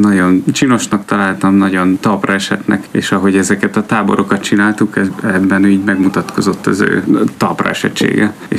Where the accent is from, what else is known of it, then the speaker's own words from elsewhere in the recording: Budapest, Hungary; now in Vác, Hungary; Én Budapesten születtem, és ott nőttem fel, és Budapest Városmajor Jézus Szíve plébániára jártam gyerekkoromtól kezdve